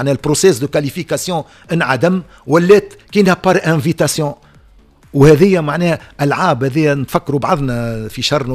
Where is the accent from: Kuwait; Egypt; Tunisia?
Tunisia; على خاطر ما عادش عندنا في تونس رجال موجودين في الجامعات الدوليه